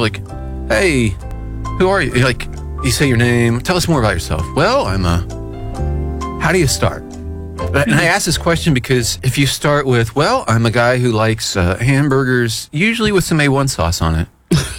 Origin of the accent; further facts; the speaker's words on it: United States; I'm an American, and I'm a white person, and I'm a male